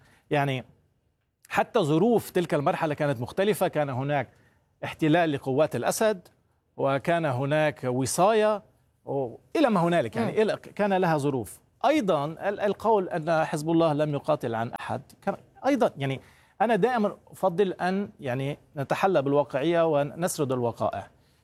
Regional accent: Lebanon

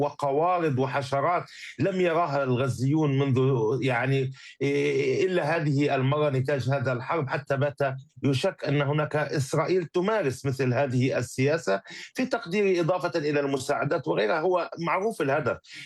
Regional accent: Palestine; نحن كفلسطينيين

